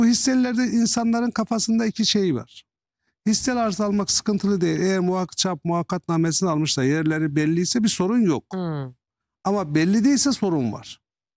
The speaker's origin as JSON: {"language": "Turkish", "region": "Istanbul", "country": "Turkey", "tie": "born or raised there", "said": "Biz Yenibosna'dan."}